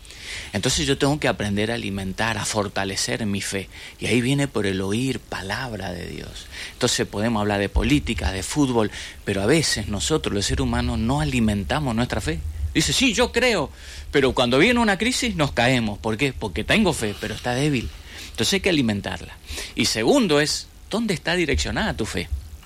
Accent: Chaco, Argentina; born or raised there

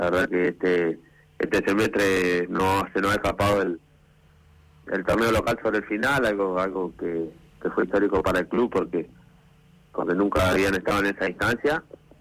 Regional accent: Viedma, Río Negro, Argentina; Yo soy de Viedma, sí.

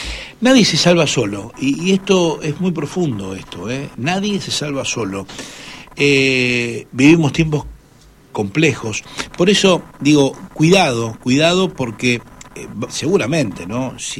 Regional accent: Argentina; Desde la pandemia se aprendió muy poco, digo como argentinos, ¿no?

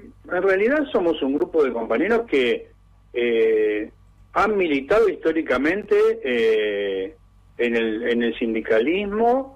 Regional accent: Buenos Aires, Argentina; now in Chubut, Argentina; yo soy porteño objetivamente, pero hace 40 años vivo

